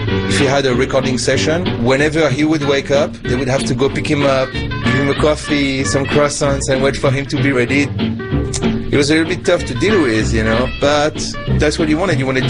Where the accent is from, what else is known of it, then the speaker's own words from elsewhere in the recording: Fontainebleau, Île-de-France, France; I'm from Fontainebleau. Fontainebleau is like an hour south of Paris.